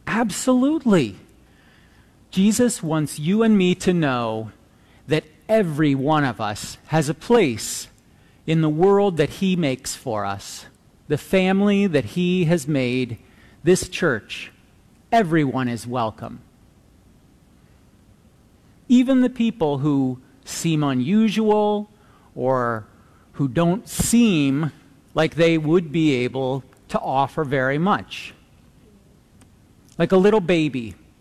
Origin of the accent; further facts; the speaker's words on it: Ohio, United States; I went with my kids back to the town I grew up in Ohio, last week.